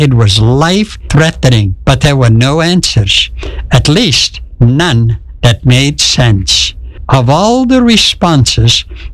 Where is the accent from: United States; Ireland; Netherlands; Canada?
Netherlands; Marum, Groningen; near Marum, Friesland. That is the place where I grew up in World War II.